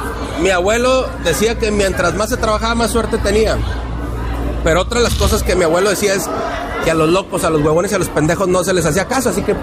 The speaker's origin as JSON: {"language": "Spanish", "town": "Delicias", "region": "Chihuahua", "country": "Mexico", "said": "como chihuahuense, como deliciense, como padre de familia"}